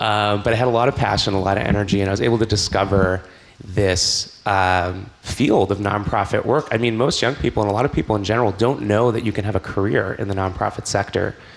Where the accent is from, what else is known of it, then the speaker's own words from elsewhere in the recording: Westborough, Massachusetts, United States; Yeah, so growing up in Westboro, I had the opportunity to represent my town as part of this statewide service initiative